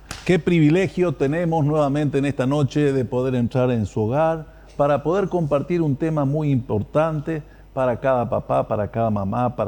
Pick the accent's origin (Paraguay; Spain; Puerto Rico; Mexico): Paraguay